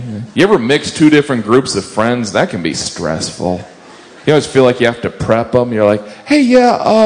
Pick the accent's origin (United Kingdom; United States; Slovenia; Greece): United Kingdom; accent: British; And don't be thrown by my British accent.